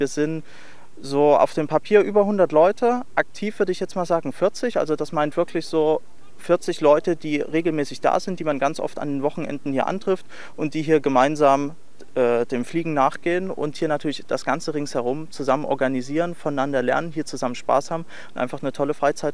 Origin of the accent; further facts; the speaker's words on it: Leipzig, Saxony, Germany; ich komme aus Leipzig